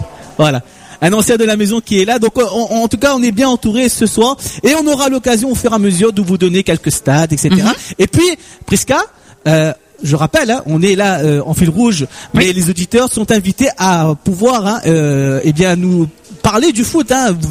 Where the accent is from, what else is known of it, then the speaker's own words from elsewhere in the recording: Marseille, Provence-Alpes-Côte d'Azur, France; moi je suis Marseillais